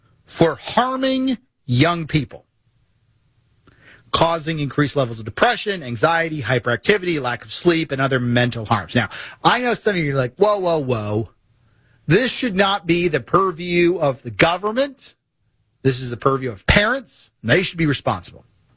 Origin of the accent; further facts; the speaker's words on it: Missouri, United States; I'm from Missouri.